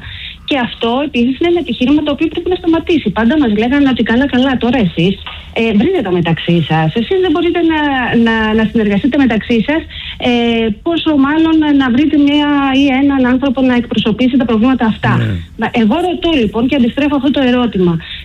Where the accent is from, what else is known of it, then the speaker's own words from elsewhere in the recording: Greece; Εγώ πάντως λέω ότι είμαστε Έλληνες.